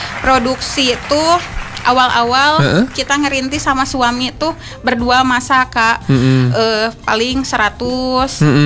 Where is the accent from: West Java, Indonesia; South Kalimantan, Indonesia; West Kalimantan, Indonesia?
West Java, Indonesia; Cimahi; now in Bandung, Indonesia; Terus saya juga kebetulan asli orang Cimahi.